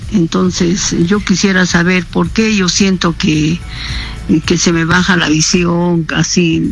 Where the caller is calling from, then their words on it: Arequipa, Peru; Yo soy de Arequipa